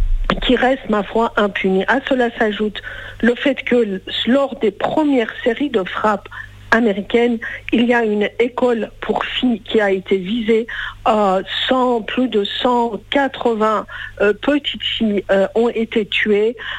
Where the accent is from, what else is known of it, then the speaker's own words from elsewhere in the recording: Tehran, Tehran Province, Iran; moved away; also born or lived in Isfahan; j'ai grandi à Téhéran